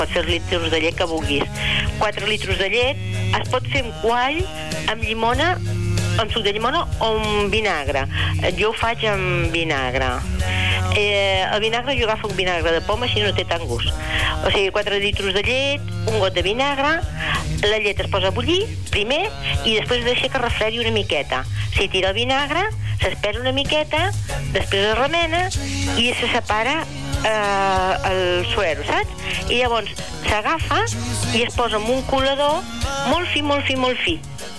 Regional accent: Peralada, Catalonia, Spain; soc de Peralada, jo.

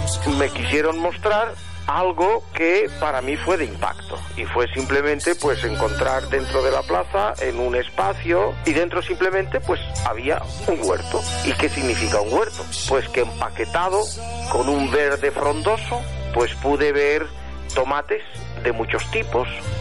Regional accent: Spain; pienso en mi país, que es España

